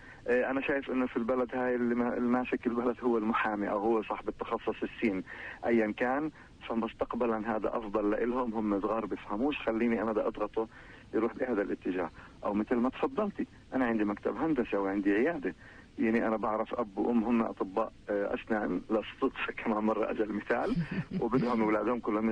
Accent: Palestine; وإحنا فلسطينية

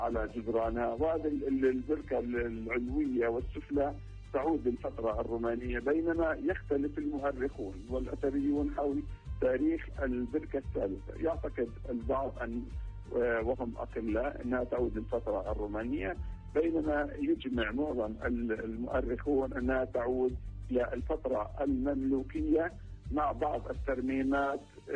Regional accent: Palestine; عندنا بفلسطين

